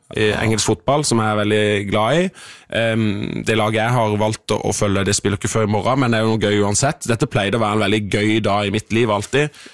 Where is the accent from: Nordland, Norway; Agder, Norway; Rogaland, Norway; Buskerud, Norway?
Agder, Norway; Søgne; Vi hadde øvingstid i Søgne der jeg kommer fra.